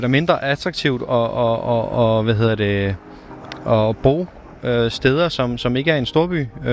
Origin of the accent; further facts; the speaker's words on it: Nakskov, Zealand, Denmark; Jeg har rigtig meget netværk hernede, og er rigtig glad for min hjemby, Nakskov.